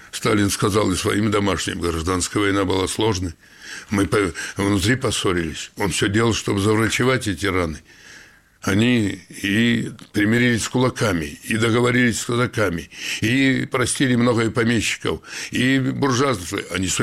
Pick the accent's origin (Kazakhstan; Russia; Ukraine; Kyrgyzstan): Russia; Oryol, Oryol Oblast; освободили мой родной Орел